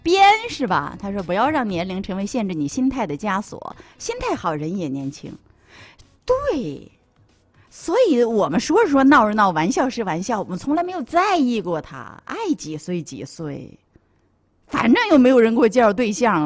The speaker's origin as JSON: {"language": "Chinese", "region": "Northeast China", "country": "China", "said": "咱们东北这边呢天亮的早"}